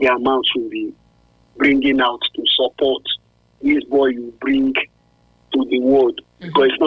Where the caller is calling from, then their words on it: Umuahia, Abia, Nigeria; I'm calling from Umuahia.